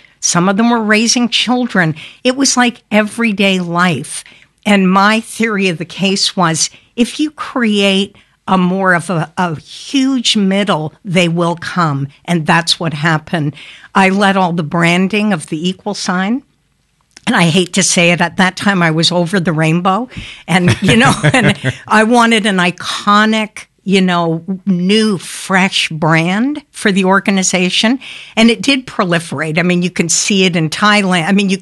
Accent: Canada; I'm Canadian, so I sprung onto the soil of the earth as a little tiny lesbian.

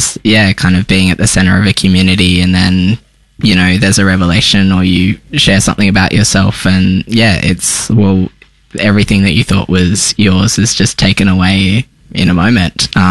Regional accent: Tamworth, New South Wales, Australia; born or raised there; also born or lived in Sydney; now in Melbourne, Australia

